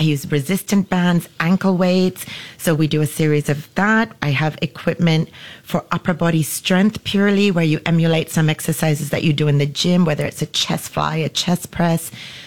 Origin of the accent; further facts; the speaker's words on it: Sri Lanka; also born or lived in Maldives; now in Singapore; I was born in Sri Lanka, spent a lot of time in Sri Lanka and the Maldives because my dad had a garment factory.